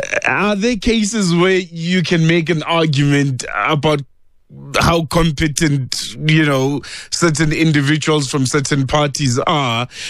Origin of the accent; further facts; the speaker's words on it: Bochum, North Rhine-Westphalia, Germany; And thank you for the Bochum notes. That's my hometown. I'm from there, by the way.